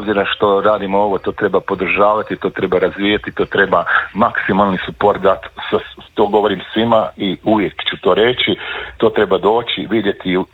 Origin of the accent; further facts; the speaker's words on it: Jasenovac, Sisak-Moslavina County, Croatia; Ja moram reći da sam rođen u Jasenovcu i pa sam onda vuko stalno na Posavinu, to sve dok nisam došao do Jasenovca. Tamo sam kao mali, ono, i odrasto normalno uz baku, dedu